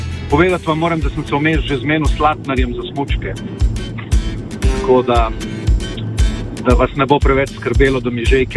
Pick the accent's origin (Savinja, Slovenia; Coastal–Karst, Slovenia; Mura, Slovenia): Coastal–Karst, Slovenia; Koper; seveda tam nisem iz Izole, sem iz Kopra.